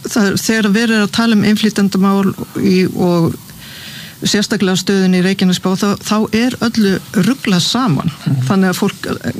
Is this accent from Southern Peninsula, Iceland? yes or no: yes; Suðurnesjabær, Southern Peninsula, Iceland; samfylkingin vann sigur í Suðurnesjabæ, mínum heimabæ fengu 34%